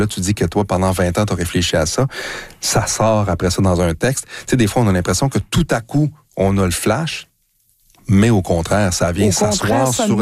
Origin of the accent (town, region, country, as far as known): Drummondville, Quebec, Canada; born or raised there